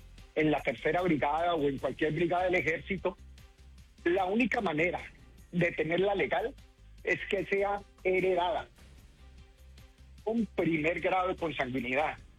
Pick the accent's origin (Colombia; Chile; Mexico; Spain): Colombia; Palmira, Valle del Cauca; Yo soy de Palmira Valle, Colombia, obviamente.